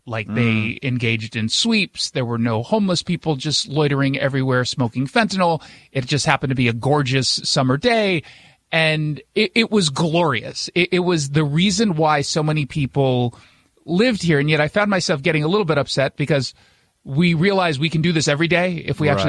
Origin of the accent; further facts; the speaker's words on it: Los Angeles, California, United States; also born or lived in New York; So I was born in New York, but I grew up in Los Angeles.